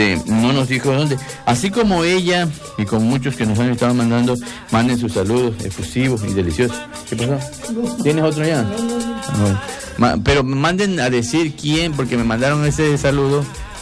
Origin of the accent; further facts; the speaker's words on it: Tabasco, Mexico; somos tabasqueños